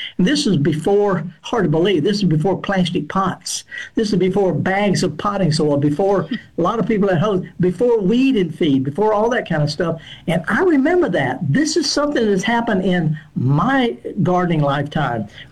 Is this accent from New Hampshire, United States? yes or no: no; Indianola, Mississippi, United States; This is a picture that I took near my hometown of Indianola, up in the middle of the Delta.